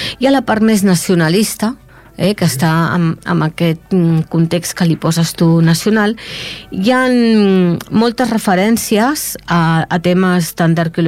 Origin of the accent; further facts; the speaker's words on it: Esplugues de Llobregat, Catalonia, Spain; la gent que vivim a Esplugues fa anys, doncs sempre li hem dit al barri del Sucre. Jo sóc de Can Clota, eh? Sí, i jo visc al carrer del Sucre.